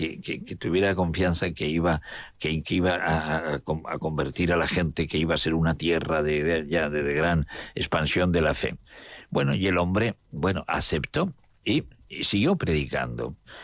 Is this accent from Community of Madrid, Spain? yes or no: no; Zaragoza, Aragon, Spain; Entonces, en concreto, yo, que soy de Zaragoza … de la Virgen del Pilar.